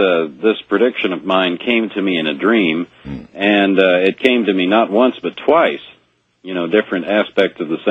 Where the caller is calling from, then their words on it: Kansas City, Missouri, United States; I'm calling you from Kansas City, Missouri